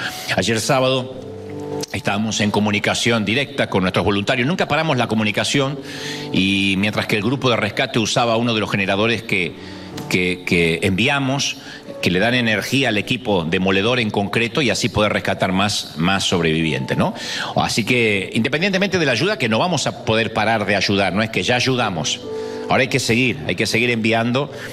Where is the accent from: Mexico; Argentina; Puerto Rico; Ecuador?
Argentina; moved away; A veces yo publico algo obviamente por mi país natal y se enojan, dice, pero ustedes los argentinos agrandados